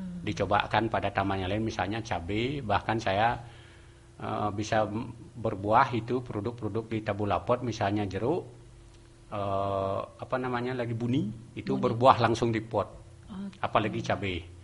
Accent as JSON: {"language": "Indonesian", "region": "Bali", "country": "Indonesia", "said": "apalagi saya orang Bali"}